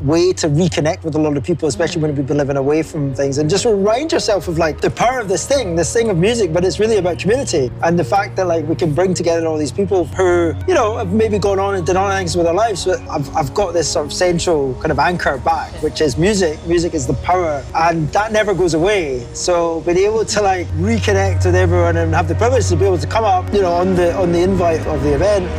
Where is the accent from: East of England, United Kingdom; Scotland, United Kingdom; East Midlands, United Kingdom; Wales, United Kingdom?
Scotland, United Kingdom; Glasgow; also born or lived in Edinburgh; And yeah, I was born in Glasgow, so I'm Glaswegian. Lived here till I was, went to university in Edinburgh, did that, fled back to Glasgow as quickly as I possibly could after the degree.